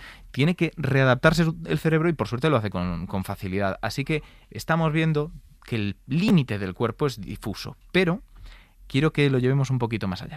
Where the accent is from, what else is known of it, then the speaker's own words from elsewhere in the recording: Galicia, Spain; Yo es que soy gallego, ¿eh?